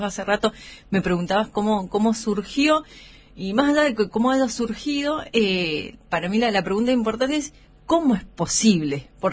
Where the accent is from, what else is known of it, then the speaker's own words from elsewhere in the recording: San Rafael, Mendoza, Argentina; also born or lived in Buenos Aires / Neuquén; si bien soy oriunda de San Rafael, hace poquito que volví a mi ciudad, hace unos meses.